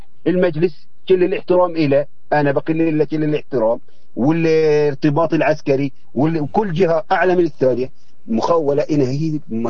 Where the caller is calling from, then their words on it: West Bank, Palestine; أنا بصفتي مواطن بلد بحب بلدي، وأنا من فلسطين